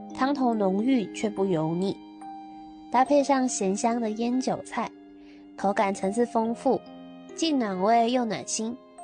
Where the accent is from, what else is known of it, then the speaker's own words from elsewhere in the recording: Taiwan; Hello， 大家好，我是来自台湾的